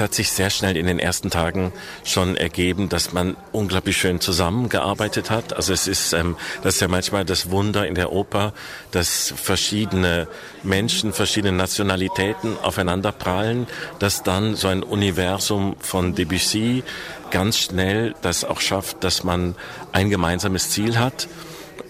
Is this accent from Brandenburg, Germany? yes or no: no; Essen, North Rhine-Westphalia, Germany; außer dass wir zusammen studiert haben in Essen, in meiner Heimatstadt.